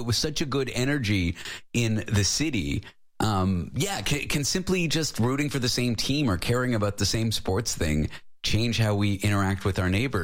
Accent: Canada; now in United States; No, I live in the U.S. I'm Canadian.

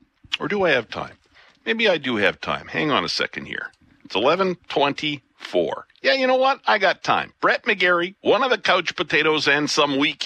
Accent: Picture Butte, Alberta, Canada; I was growing up in Picture Butte, Alberta. I was 15 or 16 years old.

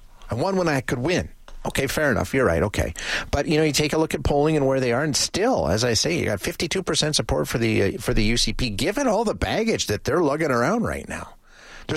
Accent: Edmonton, Alberta, Canada; I'm from Edmonton, so I wasn't front and center during his time as mayor of Calgary

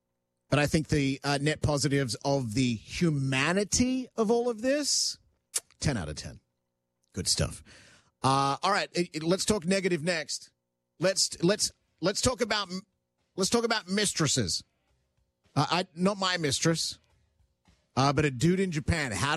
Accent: Australia; I grew up in Australia, so I can go, oh, the dominant culture in this city is Greeks.

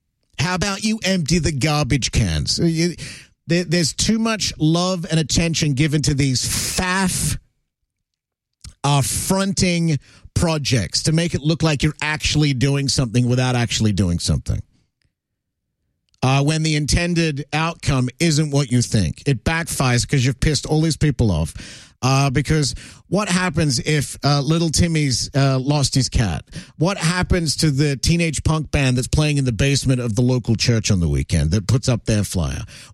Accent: Australia; And I'm Aussie, guys

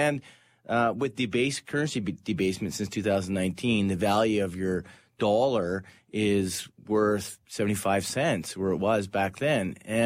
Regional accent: Canada; as a Canadian

